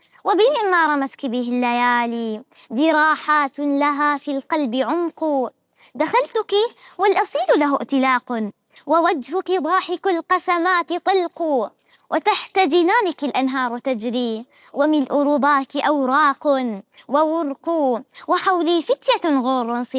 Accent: Hauran, Syria; أنا ابنة مهدي الثورة وسهلها العامل بالخير والعلم،

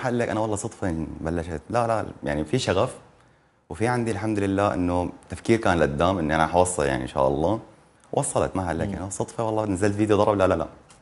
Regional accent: Syria; also born or lived in Egypt; now in Germany; بس هو صفد يعني هي مدينتنا بفلسطين الأصل. أنا سوري فلسطين الأصل الحمد لله.

